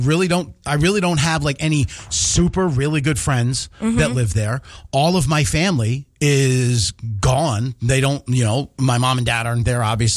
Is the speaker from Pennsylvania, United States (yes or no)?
no; Hudson, New York, United States; moved away; Hudson, where I grew up